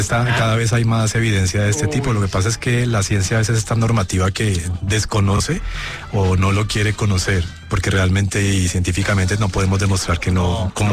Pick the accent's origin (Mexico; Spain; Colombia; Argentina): Colombia; Ginebra, Valle del Cauca; moved away as an adult; also born or lived in Cali; antes de irme de Colombia, yo trabajé 2 años aquí en Colombia cuando me gradué, y pues yo soy del Valle del Cauca, de Ginebra Valle, y yo trabajaba en Cali.